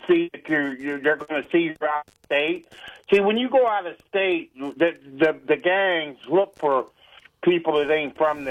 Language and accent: English; Ohio, United States; moved away as an adult; I grew up in Ohio